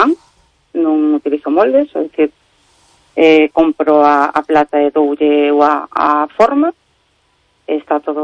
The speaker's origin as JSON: {"language": "Galician", "town": "O Grove", "region": "Galicia", "country": "Spain", "said": "Son do Grove, son de Puerto de Mar, falando de peixe."}